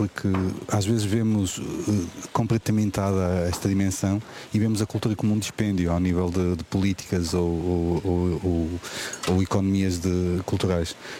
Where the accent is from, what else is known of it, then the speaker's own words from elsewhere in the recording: Porto, Portugal; E porque vivo lá, e porque nasci lá também.